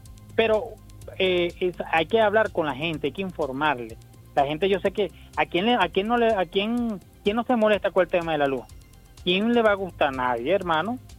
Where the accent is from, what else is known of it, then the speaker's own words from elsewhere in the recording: Venezuela; Yo soy un venezolano, yo soy una persona común y corriente